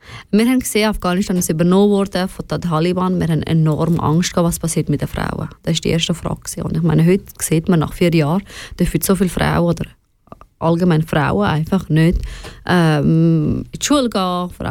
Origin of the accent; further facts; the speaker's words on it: Switzerland; Ich meine, ich sehe mich halt auch als Schweizerin.